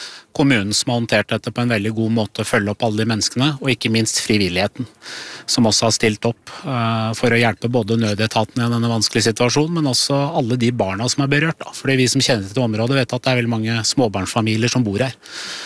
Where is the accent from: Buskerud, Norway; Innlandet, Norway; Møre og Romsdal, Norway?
Buskerud, Norway; Drammen; så kommer jeg jo fra Drammensområdet selv, så jeg kjenner jo mange som bor i et område som også har mistet sitt hjem.